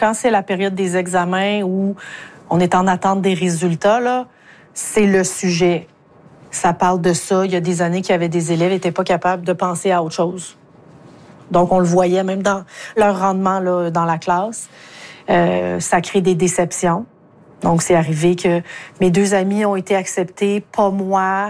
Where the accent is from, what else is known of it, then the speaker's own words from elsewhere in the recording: Sherbrooke, Quebec, Canada; Avec ma réalisatrice, Christine Chevary, on retourne dans ma ville natale, Sherbrooke, pour voir comment ça se passe là-bas.